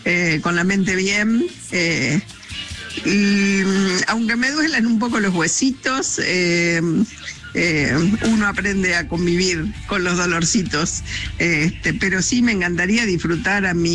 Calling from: Martínez, Buenos Aires Province, Argentina; de Martínez y tengo 71 años

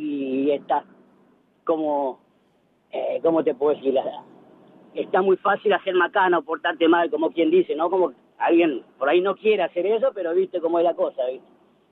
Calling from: Alejandro Korn, Buenos Aires Province, Argentina; soy de Alejandro Corde, Zona Sur, de Buenos Aires, camionero.

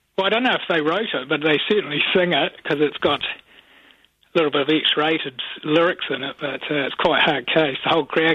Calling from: Hawke's Bay, New Zealand; I'm ringing from Hawke's Bay, but I didn't see it.

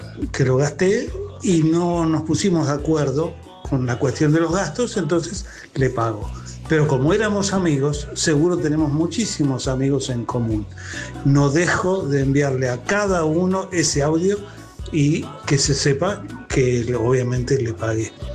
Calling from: Pilar, Buenos Aires Province, Argentina

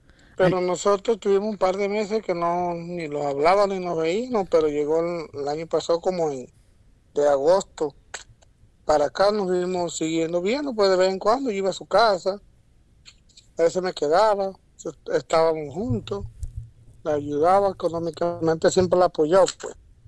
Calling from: Santiago de Veraguas, Veraguas, Panama; Como yo soy acá de Santiago.

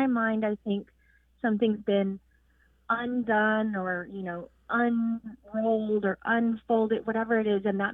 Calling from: San Antonio, Texas, United States; I'm calling from San Antonio, Texas.

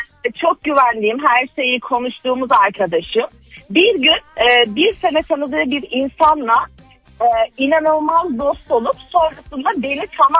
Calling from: Ankara, Turkey; Ankara'dayım. İkamet ediyorum

